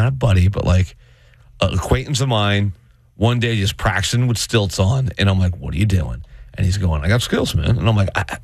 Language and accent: English; Ireland; Now, look, as an Irish guy, I do like some bagpipes, even though they're Scottish.